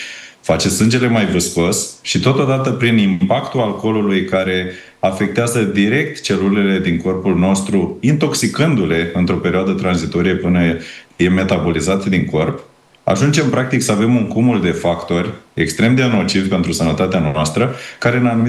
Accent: Romania; noi suntem mai protejați ca români

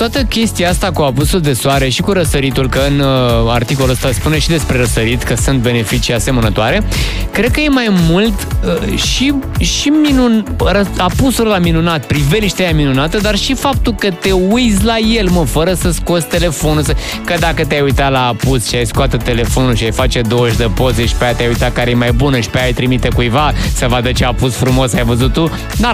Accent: Romania; noi, ca români

